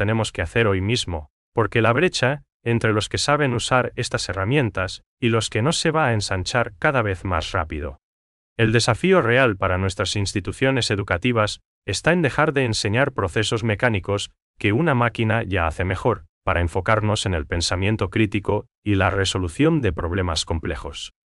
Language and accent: Spanish; Paraguay; nosotros, como paraguayos